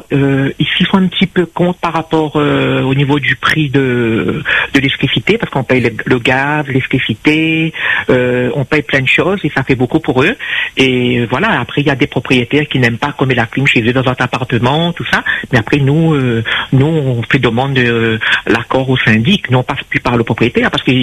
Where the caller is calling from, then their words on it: Montpellier, Occitanie, France; Moi-même, j'habite à Montpellier, dans le sud de la France. Il y a la mer, il y a tout autour de moi.